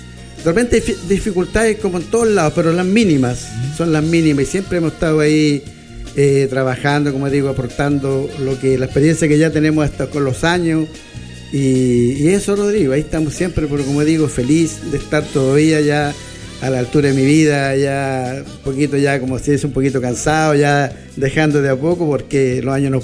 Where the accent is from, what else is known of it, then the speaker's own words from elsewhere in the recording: Longaví, Maule, Chile; ser un longaviano acá, de tomo y lomo, ¿cierto? Nacido y criado en mi pueblo, al cual amo mucho. Y yo creo que ya nos vamos a quedar aquí